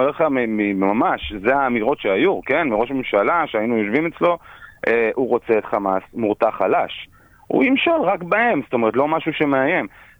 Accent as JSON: {"language": "Hebrew", "country": "Morocco", "said": "אני מרוקאי, אתה רוצה לצאת הרעיון הזה? מרוקאי?"}